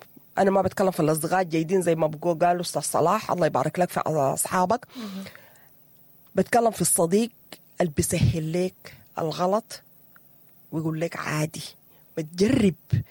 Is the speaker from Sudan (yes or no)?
yes; Sudan; المصيبة الكبيرة اللي احنا بقينا واقعين فيها نحن كمجتمع سوداني،